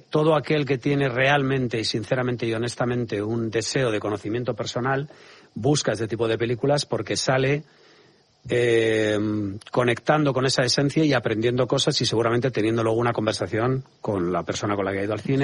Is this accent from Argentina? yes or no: no; Spain